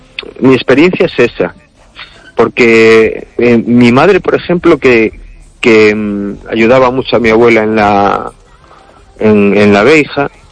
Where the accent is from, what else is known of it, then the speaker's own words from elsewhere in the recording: Cangas, Spain; Claro, yo soy de Cangas y tengo ese lenguaje aún de ir a sachar abeja.